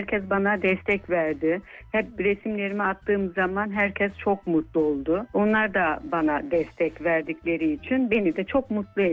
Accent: Trabzon, Turkey; now in Kahramanmaraş, Turkey; 38 yaşındayım. Trabzon'da doğdum, büyüdüm. Üniversite hayatımıza Samsun'da devam ettik ve ondan sonra iş hayatına atıldık.

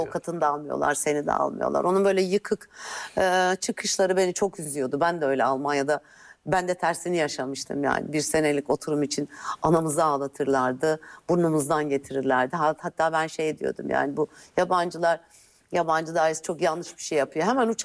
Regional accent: Malatya, Turkey; İyi ki diyorum çıkmışım ama iyi ki de orada Malatya'da doğmuşum. İyi ki orada kayısı yiyerek, beynime fosfor göndererek büyümüşüm.

